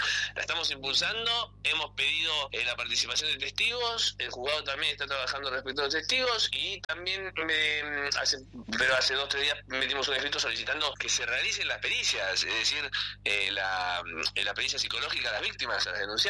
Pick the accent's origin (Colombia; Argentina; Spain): Argentina; Ushuaia, Tierra del Fuego; born there; como vecino, conocedor de Tolhuin, nací en Ushuaia, voy y vengo a Tolhuin